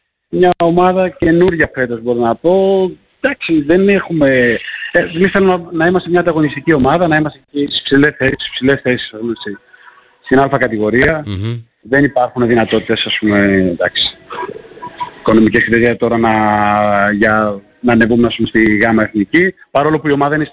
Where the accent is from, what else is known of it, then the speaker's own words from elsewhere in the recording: Patras, Western Greece, Greece; είμαστε από την Πάτρα, με βοηθάνε και είναι προς τιμή τους και το σέβομαι.